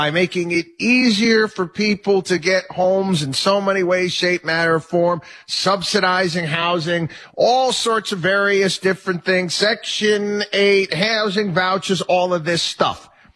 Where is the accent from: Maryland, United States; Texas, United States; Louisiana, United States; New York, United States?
New York, United States; Albany; I grew up in Albany, New York. I saw a lot of that.